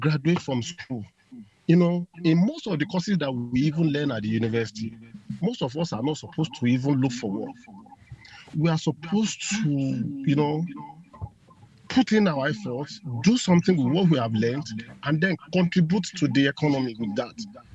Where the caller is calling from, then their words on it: Obada, Nigeria; I'm calling from Obada.